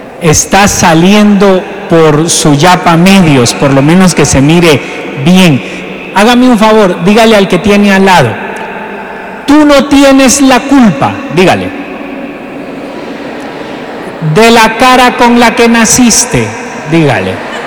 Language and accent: Spanish; Guatemala City, Guatemala Department, Guatemala; Yo vengo de la ciudad de Guatemala